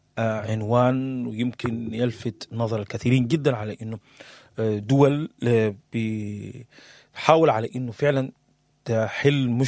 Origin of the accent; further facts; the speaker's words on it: Sudan; ونبتدي بها من بلدنا السودان.